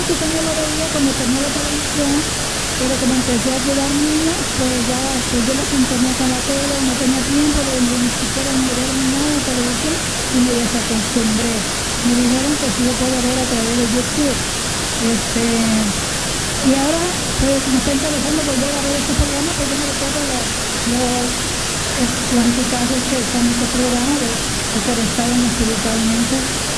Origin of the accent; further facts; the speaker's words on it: California, United States; vengo de la ciudad de Campo, en Los Ángeles.